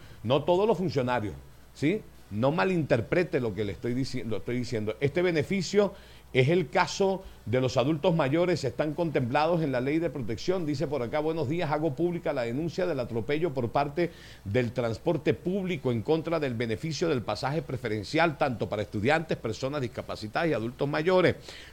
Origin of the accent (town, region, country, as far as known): Venezuela